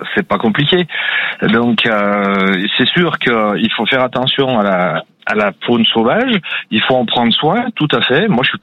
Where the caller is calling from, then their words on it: Auvergne-Rhône-Alpes, France; De Savoie